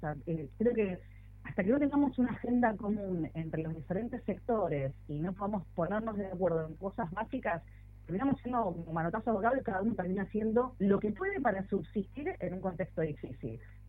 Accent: Tierra del Fuego, Argentina; ¿Viste cómo somos los fueguinos?

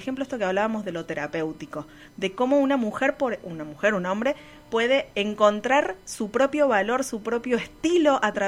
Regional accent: Mendoza, Argentina; now in Río Cuarto, Argentina; Y yo mendocina

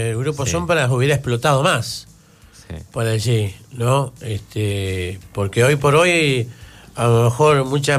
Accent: Rosario, Santa Fe, Argentina; born there; moved away; Yo, por ejemplo, como oyente rosarino

